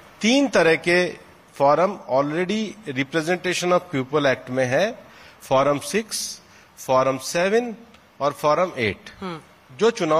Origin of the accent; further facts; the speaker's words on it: Delhi area, India; मैं तो दिल्ली के आसपास का ही रहने वाला हूँ